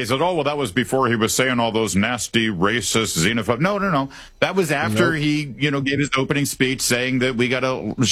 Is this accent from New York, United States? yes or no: no; Michigan, United States; And I'm from Michigan originally